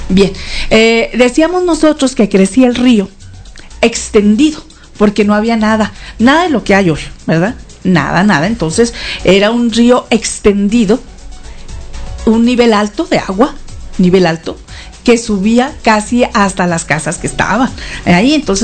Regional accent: Hidalgo del Parral, Chihuahua, Mexico; yo viví mi infancia aquí cerquita, en la Ribera de Guanajuato, aquí uh-huh, donde está el vado de la Alfareña

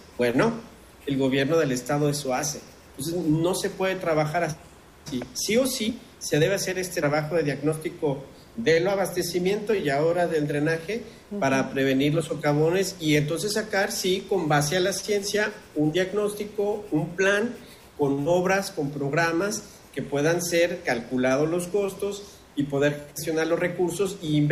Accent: Guadalajara, Jalisco, Mexico

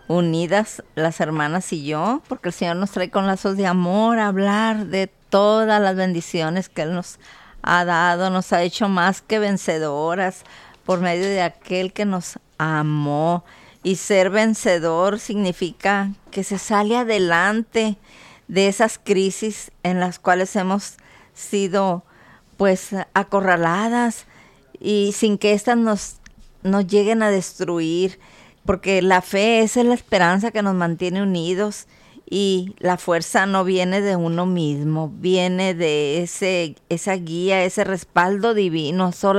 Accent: Tepic, Nayarit, Mexico; Yo soy de Tepic, Nayarit, y bueno, tengo mucha familia

